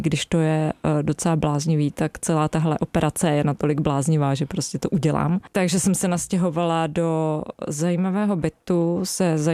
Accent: Hranice, Olomouc Region, Czechia; born there; also born or lived in Valašské Meziříčí; narodila jsem se v Hranicích.

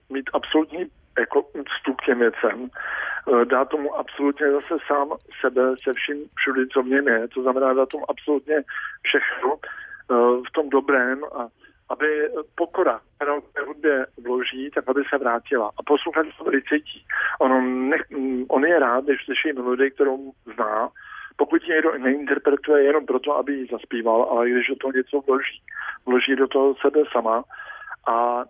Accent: Bohemia, Czechia; my jsme z Čech.

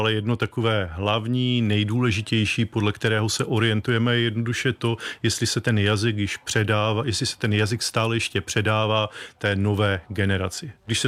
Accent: Opava, Moravian-Silesian Region, Czechia

